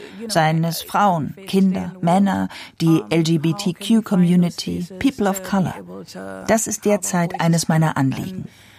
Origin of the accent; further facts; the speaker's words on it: Trinidad & Tobago; moved away; Nach Trinidad komme ich nicht so häufig, aber ich vermisse meine Heimat sehr.